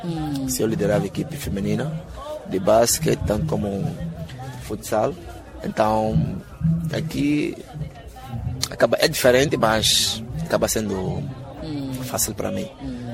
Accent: Mozambique; E uma das coisas também é que nós como moçambicanos temos produtos de qualidade.

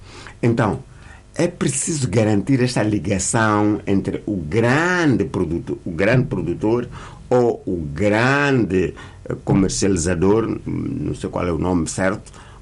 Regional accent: Jangamo, Inhambane, Mozambique; mas ele é um grande agricultor agora em Jangamo, minha terra.

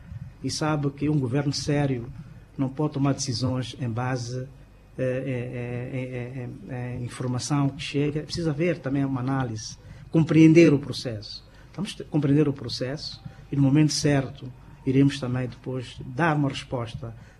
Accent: Mozambique; Nós temos também a mostrar esta componente humana que nós temos como moçambicanos

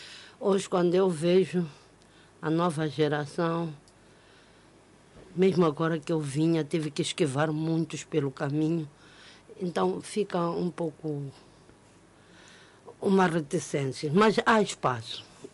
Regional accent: Mozambique; sou da sociedade civil, mas antes de ser da sociedade civil, sou moçambicana.

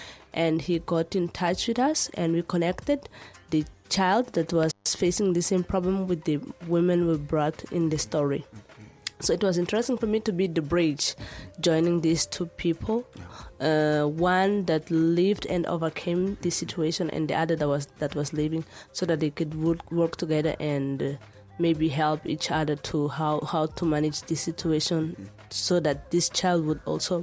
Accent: Inhambane, Mozambique; also born or lived in Maputo; First of all, I'm Mozambican

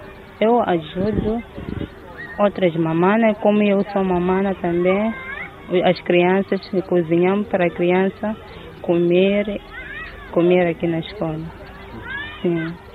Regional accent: Macaneta, Maputo, Mozambique; sou daqui de Macaneta, Macaneta 2.

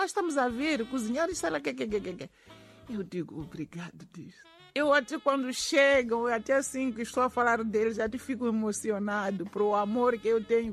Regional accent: Inhambane, Mozambique; now in Maputo, Mozambique; Eu não nasci aqui em Maputo, eu nasci em Inhambane. Eu faço aqueles pratos de lá típicos da minha terra.

